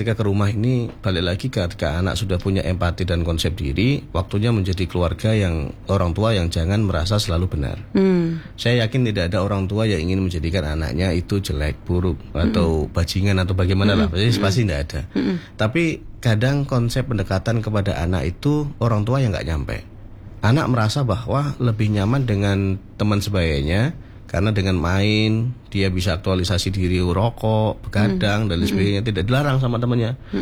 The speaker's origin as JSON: {"language": "Indonesian", "town": "Bojonegoro", "region": "East Java", "country": "Indonesia", "tie": "born or raised there", "said": "saya orang asli Bojonegoro"}